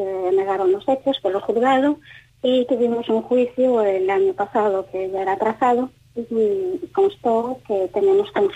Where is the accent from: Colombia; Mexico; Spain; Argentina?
Spain; Galicia; Mire, yo soy una persona gallega